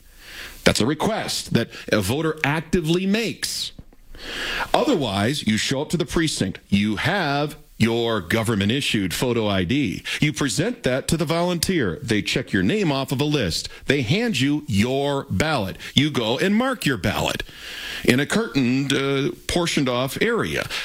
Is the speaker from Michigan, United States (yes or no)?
yes; Michigan, United States; now in Colorado, United States; like I did in my home state of Michigan, which is only slightly less blue than Colorado overall.